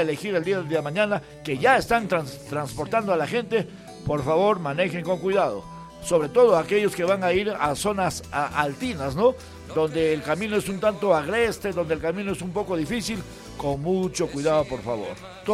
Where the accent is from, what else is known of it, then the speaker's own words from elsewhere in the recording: Peru; Al final todos somos peruanos.